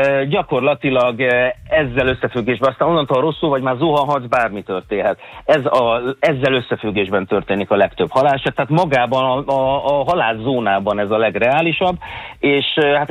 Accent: Hungary

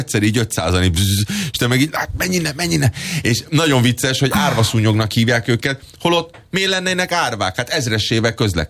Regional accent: Budapest, Hungary; Hát én egy pesti gyerek vagyok

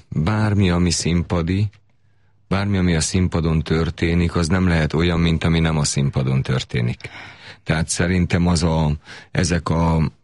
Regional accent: Ajka, Veszprém County, Hungary; moved away; Ajkán nőttem fel onnan 15 kilométerre

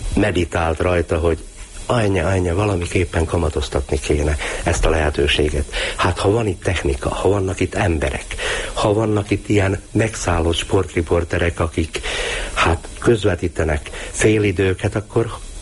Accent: Szombathely, Vas, Hungary; now in Győr, Hungary; Szombathelyen születtem, Vas megyei gyerek vagyok.

